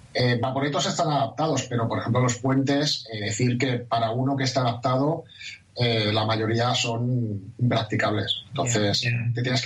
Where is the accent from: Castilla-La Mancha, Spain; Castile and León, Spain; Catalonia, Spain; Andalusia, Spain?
Catalonia, Spain; Barcelona; Sí, es muy parecido para la gente como yo, que somos de Barcelona. Sería comparable a Montjuïc.